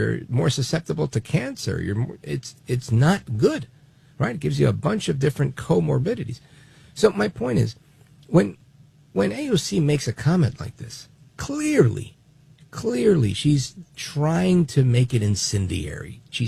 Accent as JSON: {"language": "English", "town": "Brooklyn", "region": "New York", "country": "United States", "tie": "born there", "said": "my parents are from Puerto Rico. I was born in Brooklyn, but we have one big, happy Puerto Rican family."}